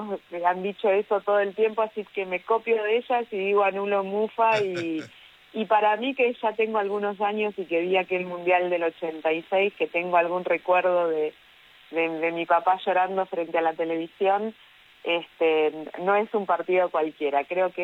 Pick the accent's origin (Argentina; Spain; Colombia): Argentina; Lincoln, Buenos Aires Province; born there; now in Buenos Aires, Argentina; yo soy de Lincoln, pero vivo en Buenos Aires.